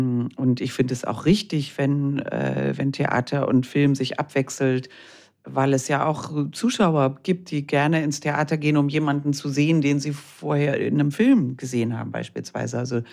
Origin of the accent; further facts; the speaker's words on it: Germany; Wir haben in meiner Kindheit viel in Österreich Urlaub gemacht, wie Deutsche das so machen, in St. Oswald in der Nähe von Krems.